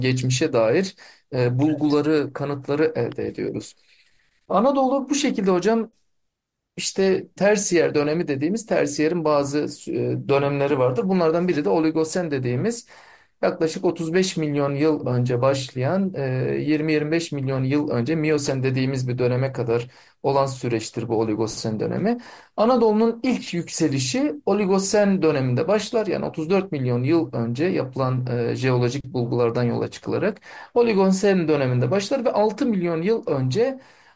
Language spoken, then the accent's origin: Turkish; Darende, Malatya, Turkey; Ben aslen Malatyalıyım. Malatya'nın Darende'ye bağlı Ağılbaşı köyünde doğdum.